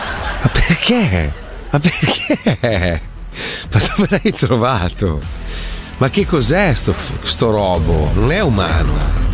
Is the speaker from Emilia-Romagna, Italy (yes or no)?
yes; Piacenza, Emilia-Romagna, Italy; Io sono di Piacenza, magari ci troviamo in centro e andiamo a burrare.